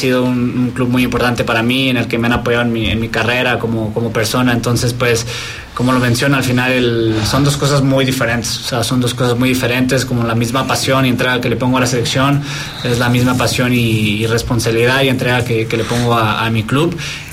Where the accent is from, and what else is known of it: Mexico